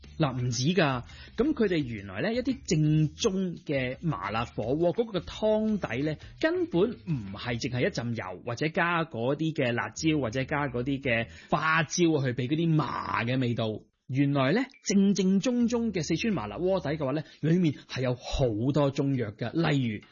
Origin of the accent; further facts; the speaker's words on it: Hong Kong; 我哋香港人啦，或者廣東人啦，